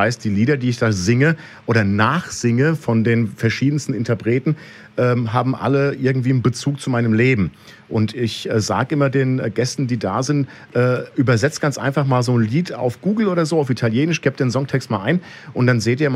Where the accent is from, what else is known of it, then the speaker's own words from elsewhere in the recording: Raunheim, Hesse, Germany; also born or lived in Flörsheim; geboren bin ich in Flörsheim, aufgewachsen in Raunheim, bin auch dort jetzt geblieben mit meiner Familie.